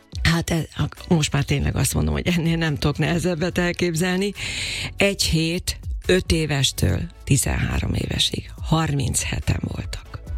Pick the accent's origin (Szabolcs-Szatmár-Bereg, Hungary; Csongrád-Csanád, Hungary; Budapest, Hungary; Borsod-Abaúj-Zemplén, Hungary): Csongrád-Csanád, Hungary; Makó; az követte egy nagy koncertem szülővárosomban, Makón, ahol az első zongoratanítónőm emlékére rendeztem egy nagyszabású koncertet.